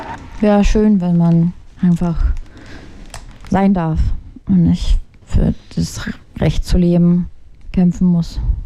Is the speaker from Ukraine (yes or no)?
yes; Chernihiv, Chernihiv Oblast, Ukraine; moved away; ich komme aus Tschernihiw, ich habe vor allen Dingen starke Verbindungen dahin